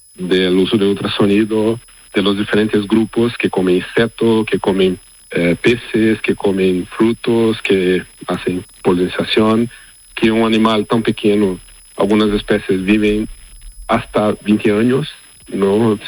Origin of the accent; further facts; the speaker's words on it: Brazil; Spanish is a second language; Yo estaba en máster en Brasil, yo soy brasileño.